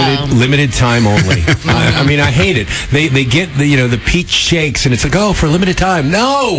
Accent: Boston, Massachusetts, United States; now in California, United States; I grew up in the Northeast in the Boston, New England area

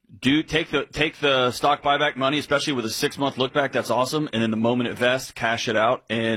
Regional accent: Houston, Texas, United States; I grew up in Houston and had friends and family that worked at Enron.

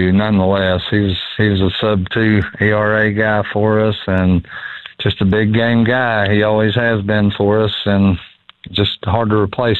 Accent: Madison, United States; moved away as an adult; I'm from here. This is my hometown. So when I came back to Madison after being gone a long time to coach

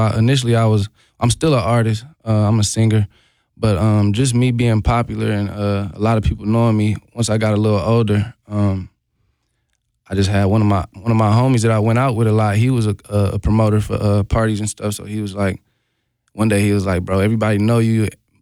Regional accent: Milwaukee, Wisconsin, United States; also born or lived in California / Texas; I'm from Milwaukee. They're like, oh, I'm from Milwaukee. Or I know somebody from Milwaukee. So it was that was a dope experience. But I lived in California for a few years. Lived in Texas for a few years

